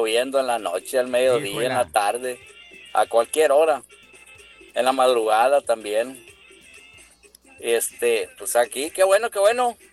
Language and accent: Spanish; Mexico; Creo que soy puro mexicano.